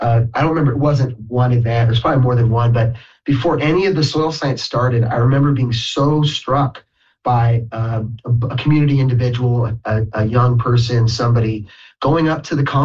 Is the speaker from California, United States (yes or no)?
yes; Chico, California, United States; even though growing up in Chico and growing up around kids whose parents were professors